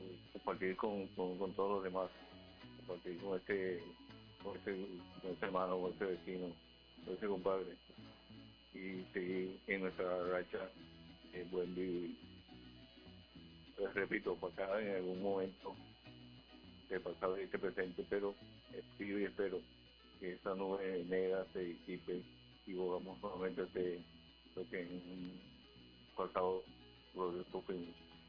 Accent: Venezuela; con todo mi deseo como venezolano

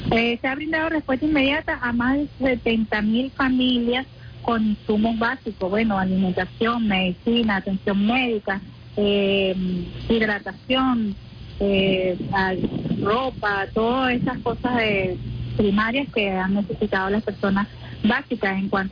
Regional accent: Venezuela; como nosotros somos los venezolanos

